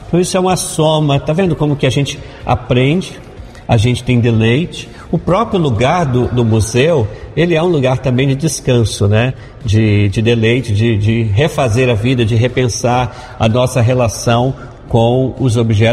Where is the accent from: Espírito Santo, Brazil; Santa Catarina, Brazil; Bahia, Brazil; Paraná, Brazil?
Espírito Santo, Brazil; Vila Velha; o Frei Pedro Palacios, lá de Vila Velha, minha terra